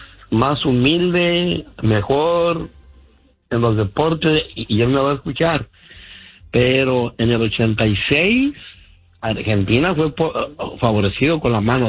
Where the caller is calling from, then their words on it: Los Angeles, California, United States; Buenos días, de acá de Los Ángeles, de California.